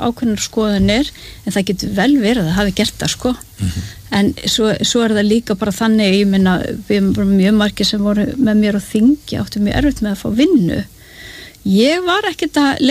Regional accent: Kópavogur, Capital Region, Iceland; ég, þú veist ólst upp í Kópavogi, ég ólst ekki upp í litlu fiskiþorpi

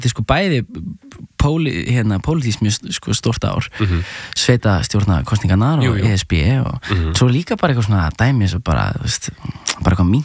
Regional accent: Reykjavík, Capital Region, Iceland; ég ólst upp í hérna í Árbænum, fyrst í Norlingaholtinu og svo í Ártúninu var ég Árbæðaskóla og hérna var æfa fótbolta með Fylki

